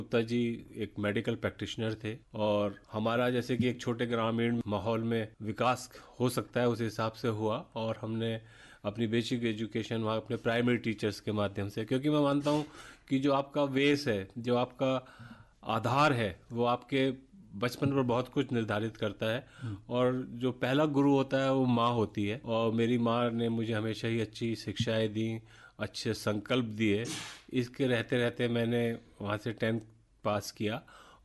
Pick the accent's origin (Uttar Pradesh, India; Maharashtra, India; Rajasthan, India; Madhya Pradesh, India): Uttar Pradesh, India; Haldaur; उत्तर प्रदेश जिला बिजनौर में एक जगह है हल्दौर, वहाँ का रहने वाला हूँ और मेरा बचपन उसी टाउन में बीता है। और मैंने अपनी जो क्लास 10 तक की एजुकेशन है वो वहाँ चंद्रमणि देवनागरी इंटर कॉलेज से प्राप्त की है।